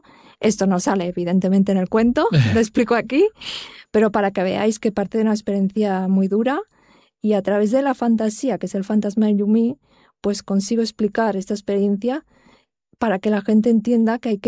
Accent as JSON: {"language": "Spanish", "town": "Capmany", "region": "Catalonia", "country": "Spain", "tie": "born or raised there", "said": "a mi pueblo, a Capmany."}